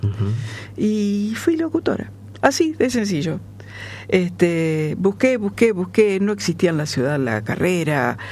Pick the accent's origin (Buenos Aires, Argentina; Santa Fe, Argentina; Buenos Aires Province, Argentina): Santa Fe, Argentina; Rosario; No, yo no soy Santa Fe, soy rosarina